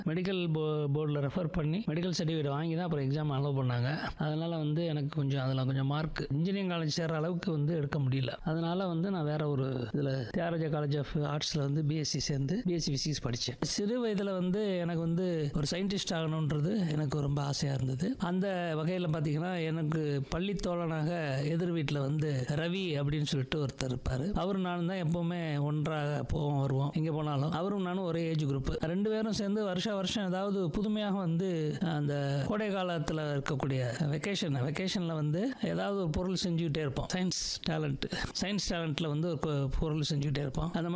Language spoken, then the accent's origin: Tamil; Madurai, Tamil Nadu, India; born there; நான் மதுரையிலிருந்து பிறந்து வந்தேன்.